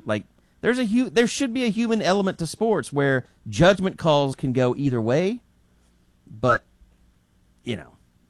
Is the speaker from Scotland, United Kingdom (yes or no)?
yes; Scotland, United Kingdom; As a Scotsman